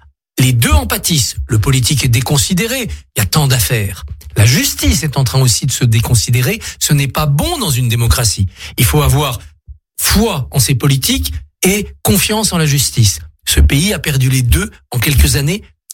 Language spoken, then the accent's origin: French; Auvergne-Rhône-Alpes, France; born there; moved away as an adult; J'étais au fin fond de la Haute-Savoie.